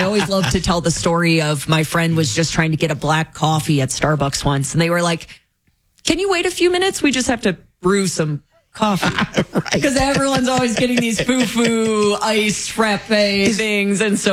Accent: Michigan, United States; moved away; growing up in Michigan.

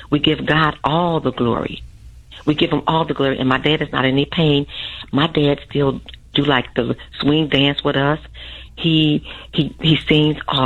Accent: Chicago, Illinois, United States; We grew up in the LeClaire Courts, where everybody, it's a project, where everybody basically worked.

